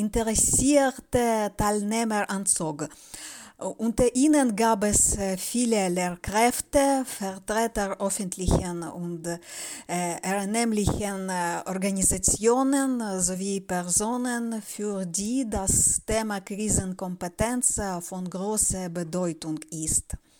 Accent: Ukraine; moved away; Wie können wir uns als Ukrainer in die politische Bildung einbringen?

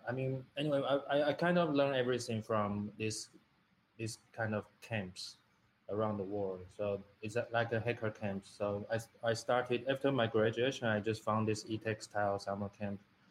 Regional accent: Taiwan; I'm from Taiwan.

